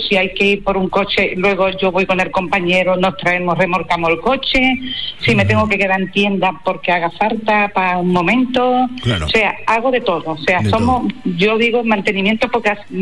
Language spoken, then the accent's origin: Spanish; Tarifa, Andalusia, Spain; moved away; yo soy andaluza, yo estoy aquí, vine aquí buscando trabajo y ya me quedé aquí.